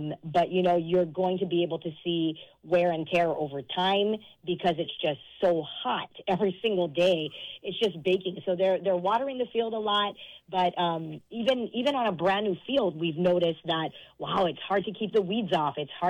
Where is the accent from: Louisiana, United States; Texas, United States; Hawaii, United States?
Hawaii, United States; born there; as a Kamehameha girl myself, and a proud 13-year lifer